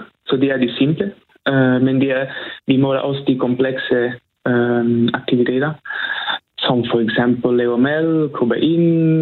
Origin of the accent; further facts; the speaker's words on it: Italy; Danish is a second language; now in Denmark; i Italien, hvor jeg kommer fra